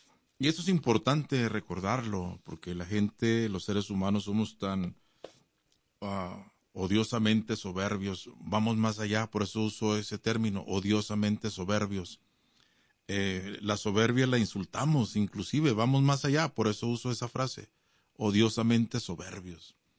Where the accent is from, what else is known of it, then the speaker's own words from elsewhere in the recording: Ciudad Juárez, Chihuahua, Mexico; Sí, cuando yo nací, cuando yo crecí en la frontera en Ciudad Juárez, yo cruzaba y algunas veces se me olvidaba el cruce.